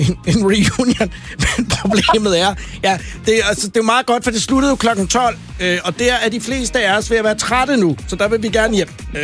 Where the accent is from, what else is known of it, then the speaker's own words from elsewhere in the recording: Virum, Capital Region of Denmark, Denmark; fra Virum byen, hvor jeg kommer fra.